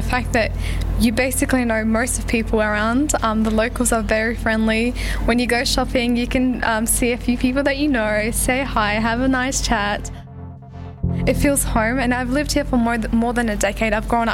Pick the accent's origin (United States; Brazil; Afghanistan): Afghanistan; Mazar-e Sharif, Balkh; English is a second language; now in Alice Springs, Australia; Afghanistan, where especially I'm from Mazar-e Sharif, and that's the northern part, and it's quite the scenery is very, very green, and it snows there during winter, so very rocky place.